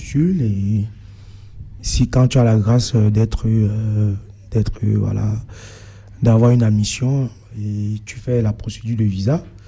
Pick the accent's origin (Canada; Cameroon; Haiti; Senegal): Cameroon; moved away as an adult; now in France; mon pays d'origine au Cameroun.